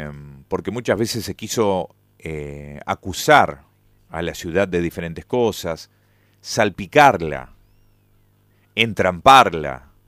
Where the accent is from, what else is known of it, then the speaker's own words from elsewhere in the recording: Gualeguaychú, Entre Ríos, Argentina; somos vecinos de Gualeguaychú